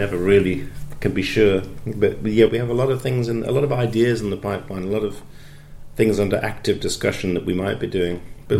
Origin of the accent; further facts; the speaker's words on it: Newcastle, North East England, United Kingdom; also born or lived in Glasgow / London / Norfolk; now in Somerset, United Kingdom; I've been in Norfolk. Uh-huh. I've been in London. I've been I was born in Glasgow, grew up in Newcastle. I'm currently in Somerset, which is of 150 miles southwest of London.